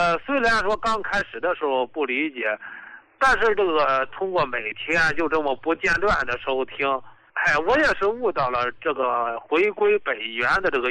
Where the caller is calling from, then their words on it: Tianjin, China; 我是天津的